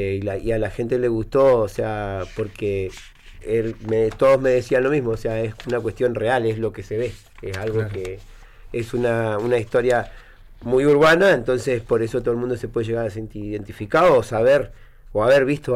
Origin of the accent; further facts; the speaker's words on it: Río Gallegos, Santa Cruz, Argentina; De acá, de Río Gallegos. Nacido.